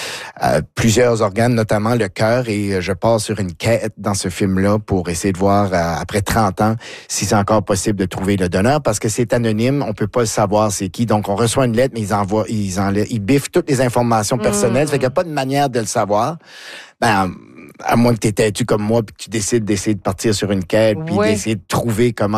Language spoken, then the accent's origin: French; McLeod, New Brunswick, Canada; born or raised there